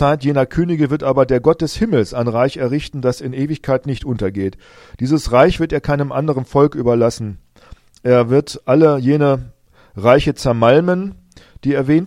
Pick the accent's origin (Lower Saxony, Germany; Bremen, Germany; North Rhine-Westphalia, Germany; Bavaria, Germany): Lower Saxony, Germany; Rinteln; Ich war bis zu viermal in der Woche in der Gemeinde in Rinteln. Ich fuhr also von der Uni zu meinem Heimatort mit der Bahn